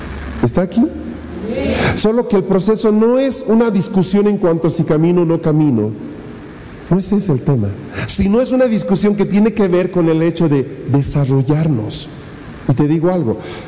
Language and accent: Spanish; Bolivia